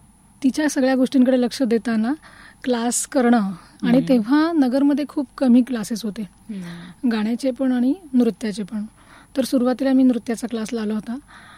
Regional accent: Pune, Maharashtra, India; moved away as an adult; now in Ahmednagar, India; माझं बालपण पुण्यातच गेलं। माझे वडील डिफेन्स अकाउंट डिपार्टमेंटमध्ये होते, त्यामुळं पुण्यातच त्यांनी बदली करून घेतली होती आणि आम्ही लहानपणापासून म्हणजे पुण्यातच शिकलो।

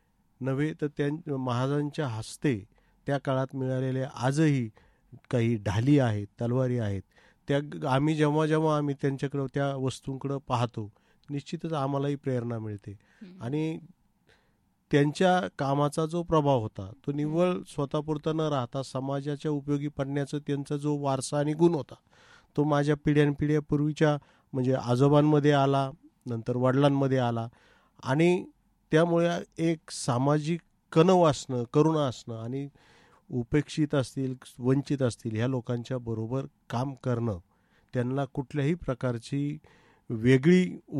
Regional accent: Nashik, Maharashtra, India; born there; शिक्षणाची सुई मात्र त्यावेळेस गावात उपलब्ध नसल्याने मला नाशिक या ठिकाणी

